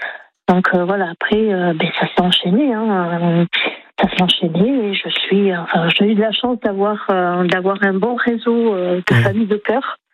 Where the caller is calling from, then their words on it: Saint-Médard-en-Jalles, Nouvelle-Aquitaine, France; Moi, j'habite à Saint-Médard-en-Jalles.